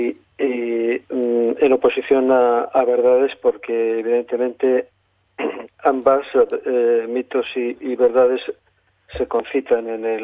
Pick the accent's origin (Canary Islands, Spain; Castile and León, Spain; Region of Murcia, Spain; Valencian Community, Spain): Castile and León, Spain; León; soy de León capital. Llevo aquí viviendo prácticamente toda mi vida.